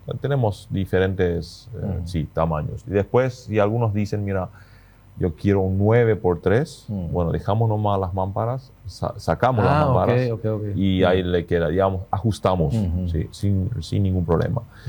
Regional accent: Paraguay; Yo creo que nosotros como paraguayos tenemos un valor fundamental, que es justamente la familia.

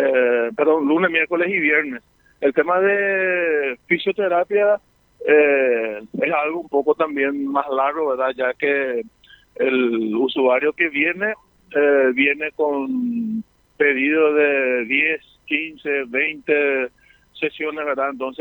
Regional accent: Paraguay; como paraguayo, como católico también

